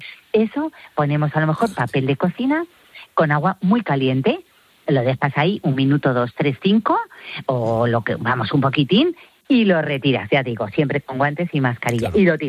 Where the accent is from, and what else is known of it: Spain